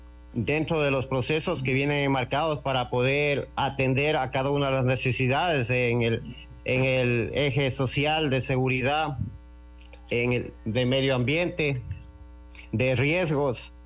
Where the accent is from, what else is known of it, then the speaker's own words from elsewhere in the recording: Moraspungo parish, Cotopaxi, Ecuador; Nacido y criado aquí en el Cantón Pangua, en la parroquia Morascungo.